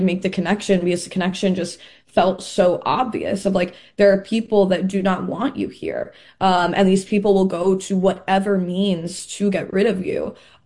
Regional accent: Chicago, Illinois, United States; growing up in Chicago

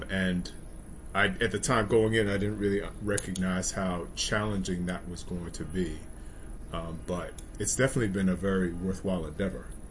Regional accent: New York City, New York, United States; I grew up in Harlem in the 70s and 80s.

